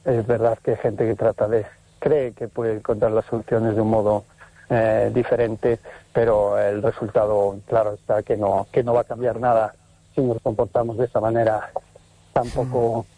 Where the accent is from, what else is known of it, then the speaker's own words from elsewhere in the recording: Galicia, Spain; Se escogió desde el año 2014 que estamos en Galicia. Yo soy gallego